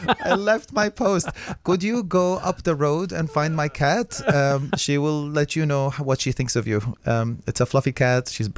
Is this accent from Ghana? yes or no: no; Aleppo, Aleppo Governorate, Syria; moved away; I'm from Aleppo, Syria, and I was there during the war